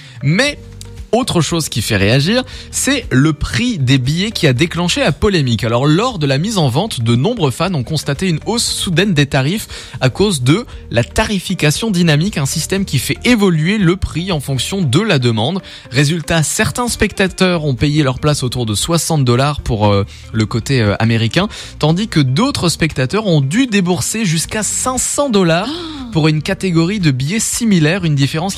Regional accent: France; chez nous en France

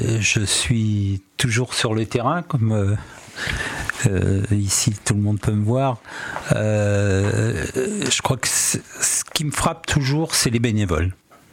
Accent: Ifs, Normandy, France; on était 6 à avoir 17-18 ans, tous habitants à IF, 5 dans un rayon de 200 mètres, on se voyait tous les jours

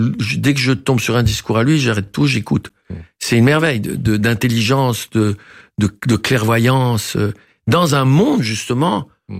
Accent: Tunisia; born there; moved away; je déclarerai toujours mon amour à la Tunisie. Toujours. Quel que soit l'état de mon pays. C'est ma terre natale.

